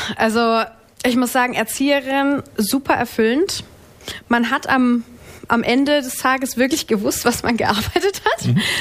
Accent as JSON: {"language": "German", "region": "Baden-Württemberg", "country": "Germany", "also_born_or_lived": "Berlin", "accent": "Baden", "said": "einfach ein Badener. Also ich krieg's auch nicht raus. Ich will es auch gar nicht rauskriegen. Ich liebe meine Heimat. Es ist einfach wunderschön hier."}